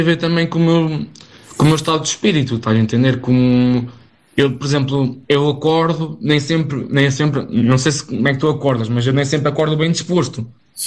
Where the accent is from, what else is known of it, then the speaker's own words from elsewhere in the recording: Bragança, Norte, Portugal; moved away as an adult; now in Viseu, Portugal; porque eu vim de longe, eu vim de Bragança